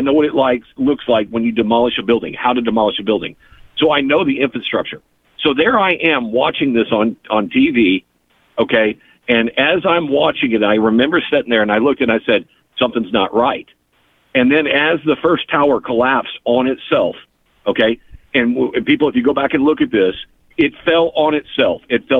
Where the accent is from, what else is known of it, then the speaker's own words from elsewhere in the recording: Houston, Texas, United States; I grew up in Houston, Texas